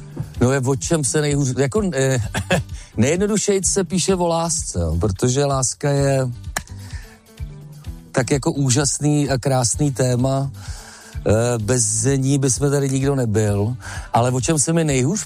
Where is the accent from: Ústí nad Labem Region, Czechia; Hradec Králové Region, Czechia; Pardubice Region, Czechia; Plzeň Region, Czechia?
Hradec Králové Region, Czechia; Jičín; Teďka jsme na Blatech u Jičína a já jsem se narodil tady v Jičíně, to je 12 kilometrů. Tam jsem chodil na základní školu